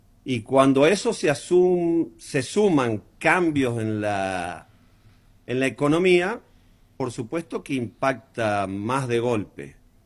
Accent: Argentina; las esperanzas nunca las vamos a perder como argentino

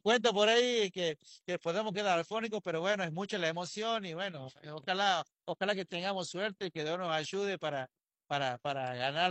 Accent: Argentina; yo creo que como argentinos estamos muy contentos de ser nombrados en el mundo

